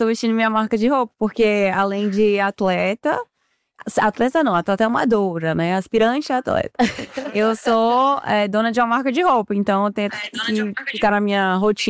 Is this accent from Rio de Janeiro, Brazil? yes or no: no; São Paulo, Brazil; born there; also born or lived in Recife; porque eu morava aqui em São Paulo, eu nasci aqui em São Paulo. E aí, aqui em São Paulo, eu comecei na ginástica olímpica. Aí me mudei pra Recife, porque meus pais se mudaram por conta de trabalho.